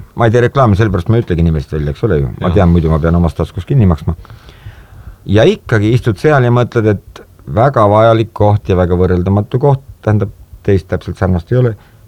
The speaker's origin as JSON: {"language": "Estonian", "town": "Paide", "region": "Järva County", "country": "Estonia", "tie": "born or raised there", "said": "hakkasin ma ikka mäletama asju oma lapsepõlves Paide linnas"}